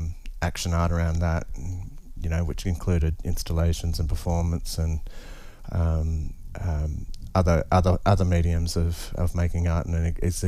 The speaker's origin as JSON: {"language": "English", "town": "Sydney", "region": "New South Wales", "country": "Australia", "tie": "born or raised there", "said": "No, in Sydney."}